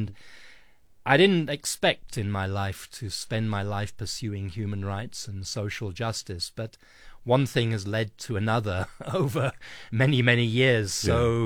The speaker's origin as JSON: {"language": "English", "country": "Nigeria", "tie": "born or raised there", "also_born_or_lived": "Ghana / Botswana", "said": "I was born in Lagos in Nigeria and grew up in different parts of Nigeria, different parts of Ghana, and then Botswana."}